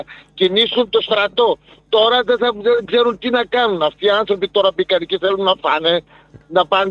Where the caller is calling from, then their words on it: Komotini, Eastern Macedonia and Thrace, Greece; Εγώ είμαι από Κομωτινή.